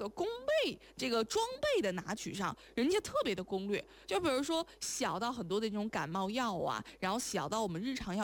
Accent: China; moved away; 这一次他的这个旅行目的地打算要去到这个我的家乡的时候

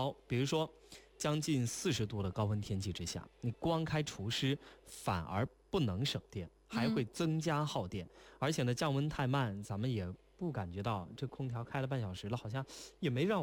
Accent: southern China, China; now in Beijing, China; 因为我南方人。

